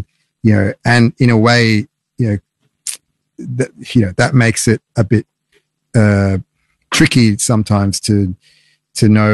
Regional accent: Australia; I started saying, you know, I'm from Australia and that, and they'd be like, oh, Australia.

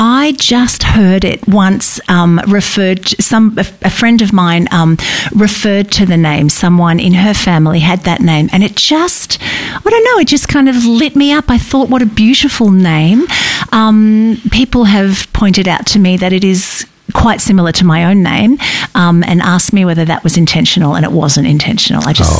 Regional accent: Sydney, New South Wales, Australia; I mean, these are questions that many people ask, and particularly for me, I grew up in Sydney. That was my home.

